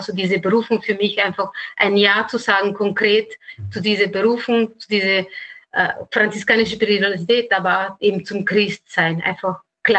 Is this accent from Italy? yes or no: yes; Italy; German is a second language; man hat vielleicht auf meine Sprache gemerkt, dass ich nicht Österreicherin bin, sondern bin Italienerin.